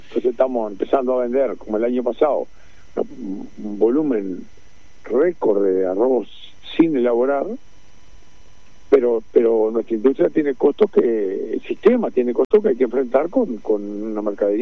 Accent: Cerro Largo, Uruguay; yo soy productor de Cerro Largo, del departamento de Melo, de la zona de la sexta sección de Cerro Largo.

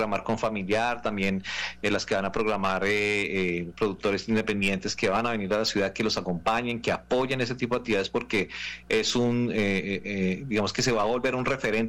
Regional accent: Bogotá, Colombia; Venimos de Bogotá

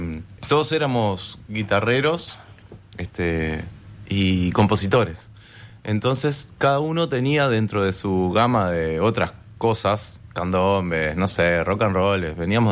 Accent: Montevideo, Uruguay; Yo soy de Montevideo, del oeste. La Teja del Cerro.

